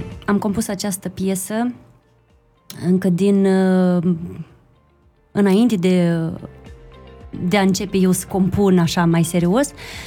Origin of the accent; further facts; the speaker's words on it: Gotești, Cantemir District, Moldova; Vin din satul Gotești